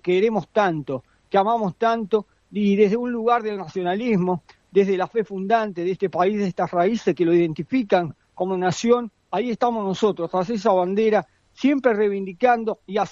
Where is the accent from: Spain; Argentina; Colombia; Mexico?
Argentina; porque se nos identifica como argentinos